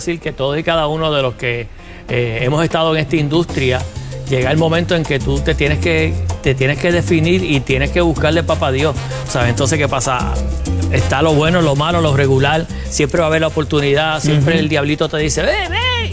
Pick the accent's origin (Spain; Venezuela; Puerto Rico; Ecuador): Puerto Rico; Mayagüez; estoy en mi pueblo en Mayagüez.